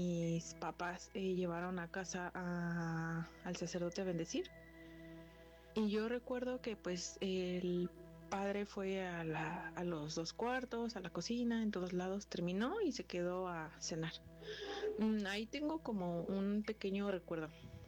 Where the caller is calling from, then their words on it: State of Mexico, Mexico; del Estado de México.